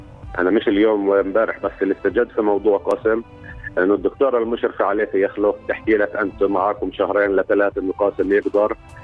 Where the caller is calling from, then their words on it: Palestine; أنا فلسطيني وابني مع فلسطينية